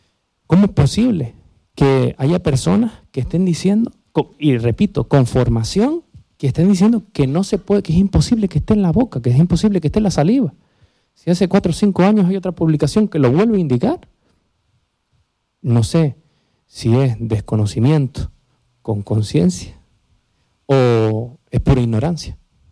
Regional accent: Anaga, Canary Islands, Spain; Claro, que como yo soy más de Anaga y nosotros renegamos un poquito de Santa Cruz, de la capital.

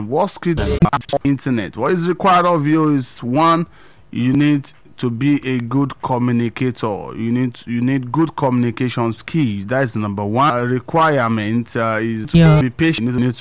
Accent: Nigeria; earning in dollars as a Nigerian living in Nigeria.

